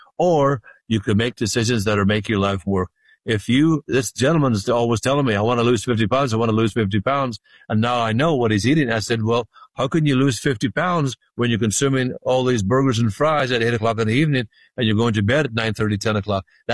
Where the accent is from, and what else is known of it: Ireland; now in California, United States